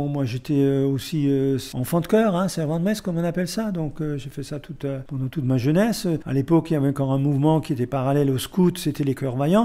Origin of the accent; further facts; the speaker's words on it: France; sachant qu'on est français, qu'on aime son pays